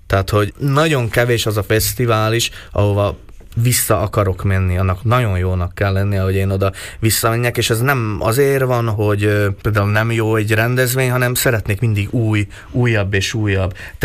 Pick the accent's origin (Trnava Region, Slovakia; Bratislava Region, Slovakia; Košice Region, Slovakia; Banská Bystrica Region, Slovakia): Trnava Region, Slovakia; Šamorín; now in Portugal; hogy én 6 éve játszottam utoljára a saját szülővárosomba. 6 év távlatába hamarabb hívtak el Portugáliába, mint Somorjára.